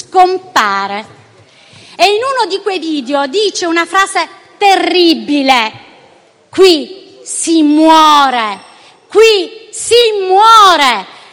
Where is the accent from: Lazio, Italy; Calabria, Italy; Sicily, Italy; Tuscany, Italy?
Sicily, Italy; è a 20 chilometri dalla mia città